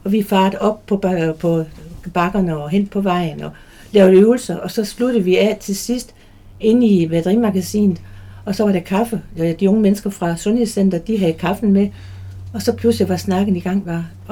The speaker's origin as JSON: {"language": "Danish", "region": "Jutland", "country": "Denmark", "moved": "as an adult", "lives_now": "Rødovre, Denmark", "said": "faktisk så er jeg jyde. Vi flyttede til for 10 år siden til Rødovre"}